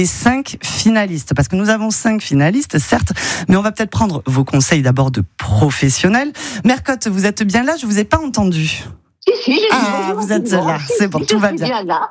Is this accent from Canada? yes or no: no; Provence-Alpes-Côte d'Azur, France; Et vous, justement, en local, chez nous, dans le Vaucluse